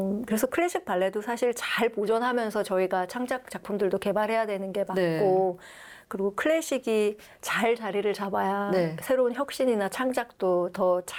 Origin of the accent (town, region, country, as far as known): South Korea